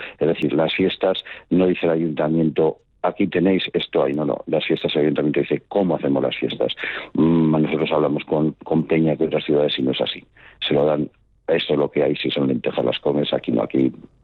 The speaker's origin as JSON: {"language": "Spanish", "town": "Logroño", "region": "La Rioja", "country": "Spain"}